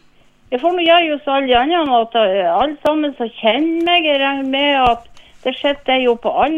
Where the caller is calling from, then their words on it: Bjerka, Nordland, Norway; Jeg er fra Bjerka.